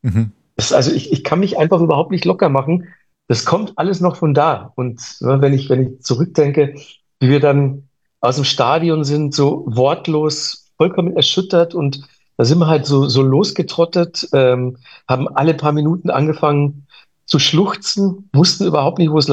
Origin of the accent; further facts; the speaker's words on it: Manching, Bavaria, Germany; born or raised there